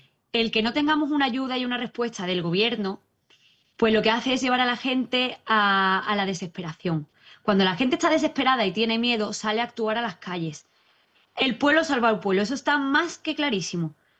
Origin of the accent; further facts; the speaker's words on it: Spain; que trabajamos, que cotizamos, que pagamos y que somos españoles.